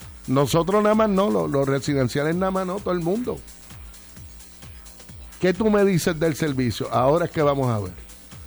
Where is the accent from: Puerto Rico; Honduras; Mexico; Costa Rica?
Puerto Rico; Añasco; De mi pueblo, muy bien.